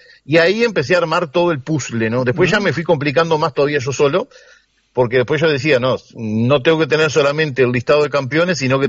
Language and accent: Spanish; Soriano, Uruguay; yo soy de Soriano.